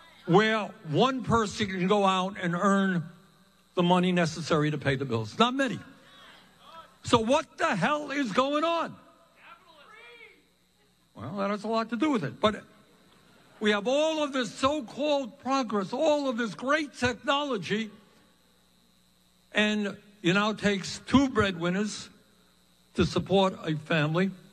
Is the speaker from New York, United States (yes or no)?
yes; New York City, New York, United States; We lived in a rent-controlled apartment. I grew up in Brooklyn. Rent-controlled apartment.